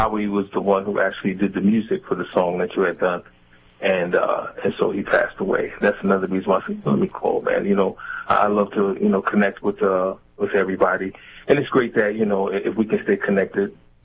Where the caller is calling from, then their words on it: New Jersey, United States; also born or lived in New York; Well, actually, I moved from New York a few years back, so I'm calling from Southern New Jersey. I live out of Southern New Jersey now.